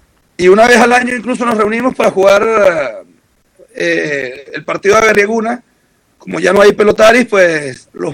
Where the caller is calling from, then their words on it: Caracas, Capital District, Venezuela